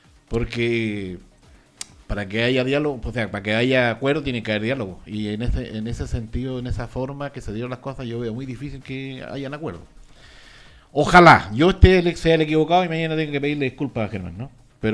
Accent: Chile; como buen chileno, lleguemos a última hora ahí con las reservas.

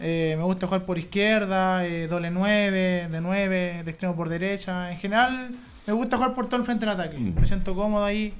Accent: Concepción, Biobío, Chile; moved away; also born or lived in Santiago; yo soy de Concepción, soy de ahí

